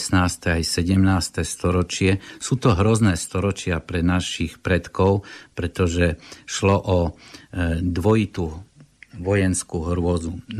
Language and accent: Slovak; eastern Slovakia, Slovakia; lebo ja som z východu, tak vieme, že aj v okolí Košíc máme banské mesta